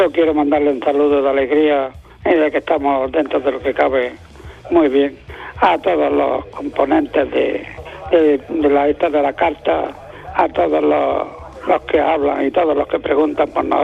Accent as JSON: {"language": "Spanish", "town": "Almuñécar", "region": "Andalusia", "country": "Spain", "said": "No lo soy"}